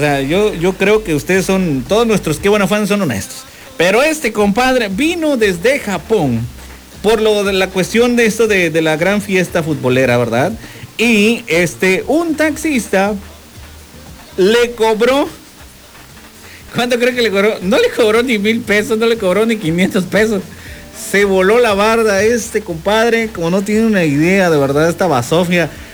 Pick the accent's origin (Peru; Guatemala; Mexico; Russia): Mexico; nos va a dejar mal a todos nosotros como mexicanos